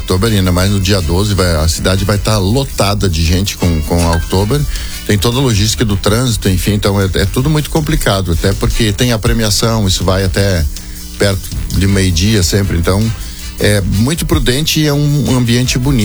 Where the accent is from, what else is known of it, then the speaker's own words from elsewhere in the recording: Rio Grande do Sul, Brazil; eu sou gaúcho.